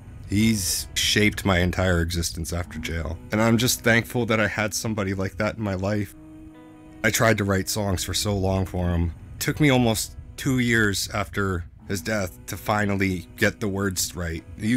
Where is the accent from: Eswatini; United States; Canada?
Canada; Burnaby, British Columbia; I grew up in Burnaby, BC, outside of New Westminster. It's near Vancouver. It's all the same area.